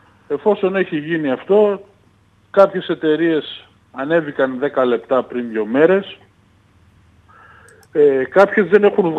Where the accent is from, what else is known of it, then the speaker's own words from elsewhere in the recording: Nea Flogita, Central Macedonia, Greece; Εγώ στο χωριό μου, στα Νέα Φλογητά Χαλκιδικής, ήμασταν 150 παραγωγοί. Τώρα είμαστε οριακά 10.